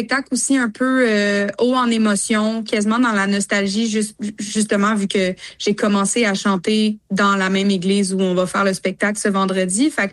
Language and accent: French; Lavaltrie, Quebec, Canada; moi, je suis originaire de Lavaltrie.